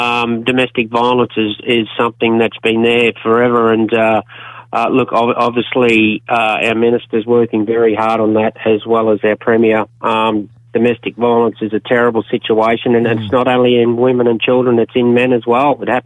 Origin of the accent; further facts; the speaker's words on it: Kalapa, Queensland, Australia; born there; I went to Calapa State Primary.